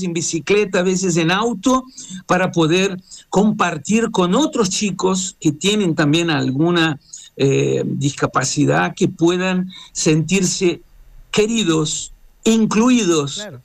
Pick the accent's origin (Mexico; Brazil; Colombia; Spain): Brazil; moved away as an adult; now in Córdoba, Argentina; Yo soy brasileño, vivo en Córdoba hace 30 años